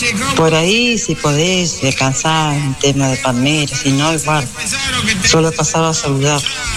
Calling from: Choele Choel, Río Negro, Argentina; Soy de Churachuel, Río Negro.

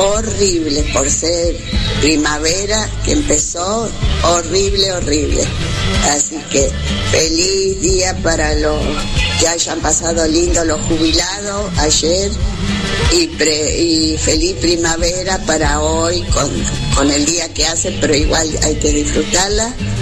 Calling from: Carmen, Santa Fe, Argentina; de Carmen, provincia de Santa Fe.

